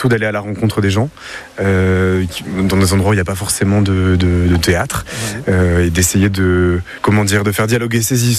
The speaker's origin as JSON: {"language": "French", "town": "Valence", "region": "Auvergne-Rhône-Alpes", "country": "France", "tie": "born or raised there", "said": "Je suis originaire de Valence."}